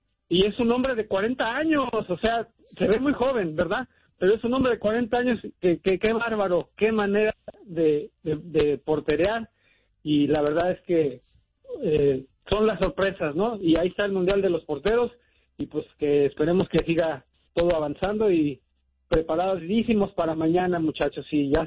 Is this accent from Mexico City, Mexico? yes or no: yes; Mexico City, Mexico; como dicen allá en mi tierra, Chilangolandia, uh-huh.